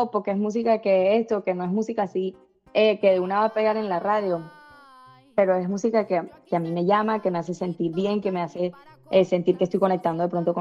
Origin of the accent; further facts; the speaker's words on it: Barrancas, La Guajira, Colombia; yo crecí en una época donde siendo de La Guajira, viviendo yo crecí en el Cerrejón, siendo de Barrancas, mi familia igual crecía ahí adentro